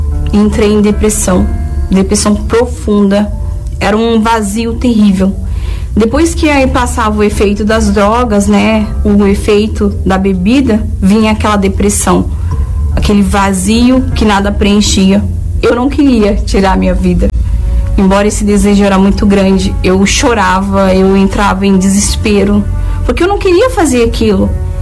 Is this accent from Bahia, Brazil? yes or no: yes; Boa Nova, Bahia, Brazil; tenho 37 anos. Eu nasci na Bahia, em Boa Nova. E eu cresci num lar totalmente destruído, com brigas.